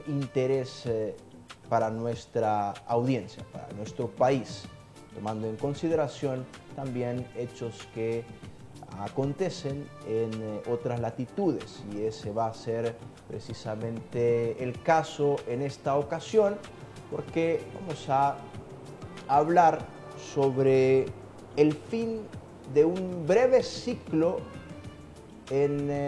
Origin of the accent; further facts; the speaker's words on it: Honduras; nuestro país, Honduras